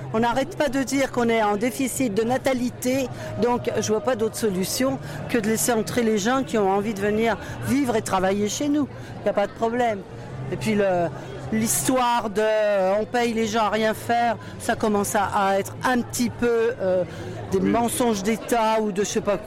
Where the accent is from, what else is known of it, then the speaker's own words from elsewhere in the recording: Poland; now in France; Donc on est parti de Pologne parce que la France est venue nous chercher pour travailler dans les mines. On avait faim en Pologne, on est venu travailler.